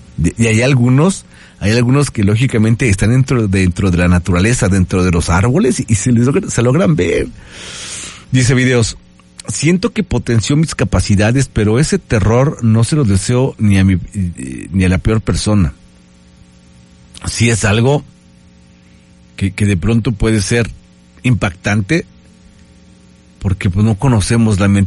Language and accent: Spanish; Puebla, Mexico; los que somos aquí de Puebla